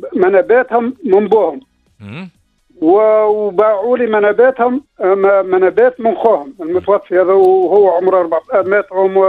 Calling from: Makthar, Siliana, Tunisia

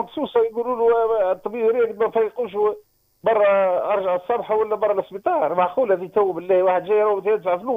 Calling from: Oum El Araies, Gafsa Governorate, Tunisia; من ام العرايس.

